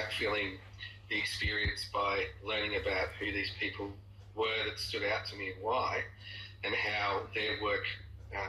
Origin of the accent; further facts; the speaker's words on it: Victoria, Australia; I grew up in the south of Australia in Victoria, so in the southeast, and I grew up in the country, so around the mountain ranges in Western Victoria.